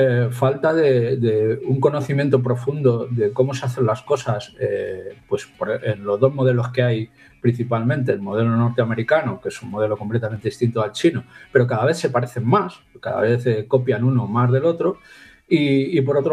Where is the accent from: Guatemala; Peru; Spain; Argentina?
Spain; soy europeo, soy español